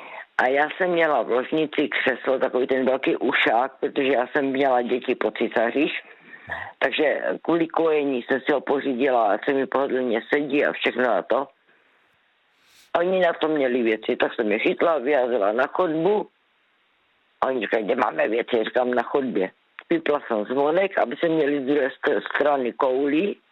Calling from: Zlín Region, Czechia; zdravím všechny posluchače, hlavně z Valach, protože jsem z Valašska.

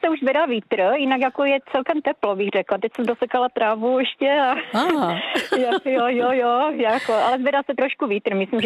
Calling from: Havířov, Moravian-Silesian Region, Czechia; Předtím jsem volala z Havířova z domu a teď jsme na chatě v Těrlicku, takže to se snažím aspoň takhle.

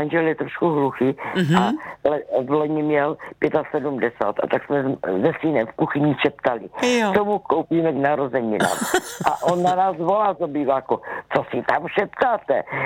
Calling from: Zlín Region, Czechia; A já jsem z Valach

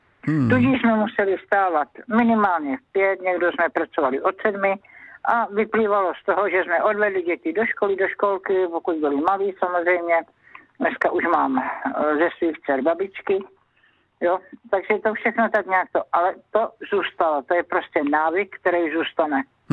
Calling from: Žatec, Ústí nad Labem Region, Czechia; já jsem ze Žatce

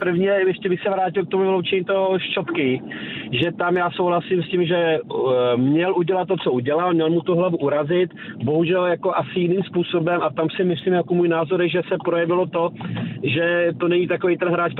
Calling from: Pardubice, Pardubice Region, Czechia; Já jako hrdý Pardubák

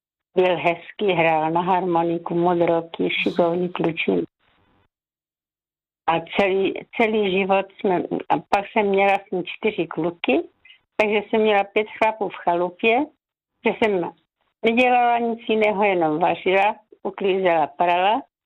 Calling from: Znojmo, South Moravian Region, Czechia

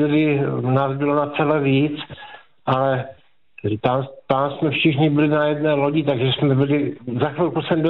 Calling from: Moravia, Czechia; jsem z Moravy

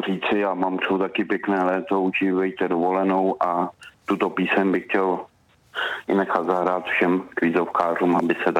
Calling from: České Budějovice, South Bohemian Region, Czechia; jsem Budějčák

